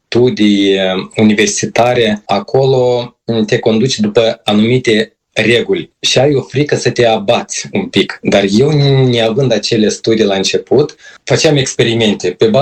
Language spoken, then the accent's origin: Romanian; Chișinău, Moldova; moved away as an adult; also born or lived in Mereni, Anenii Noi District; now in Ireland; Da, deci eu m-am născut în Chișinău, chiar în capitală.